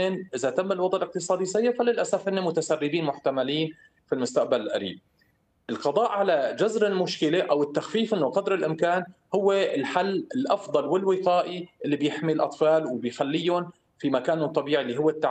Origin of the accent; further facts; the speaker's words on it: Syria; نحن كسوريين